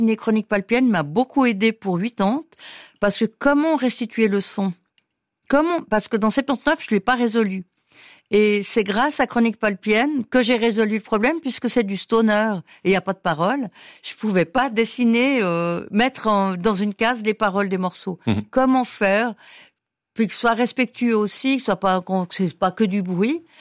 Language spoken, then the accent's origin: French; Saint-Maurice, Valais, Switzerland; quand j'étais petite, à Saint-Maurice, je savais que je voulais vivre dans une grande ville.